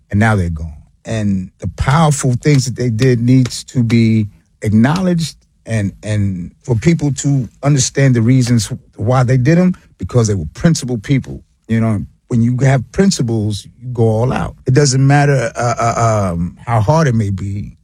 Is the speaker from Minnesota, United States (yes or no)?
no; Queens, New York, United States; I'm from South Jamaica, Queens, New York.